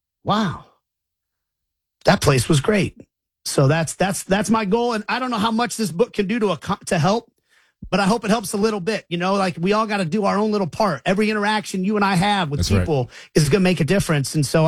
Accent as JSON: {"language": "English", "town": "Kansas City", "region": "Missouri", "country": "United States", "tie": "born or raised there", "said": "My hometown matters a lot to me, and the game of soccer matters a lot to me. And I want people from Kansas City to at the end of this World Cup say, man, that was a ride."}